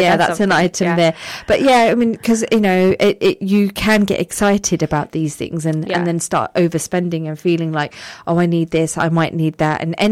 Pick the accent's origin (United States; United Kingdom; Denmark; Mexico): United Kingdom; London; I grew up in London, so whenever I took the train, I was always hopping on and off the trains in different stations.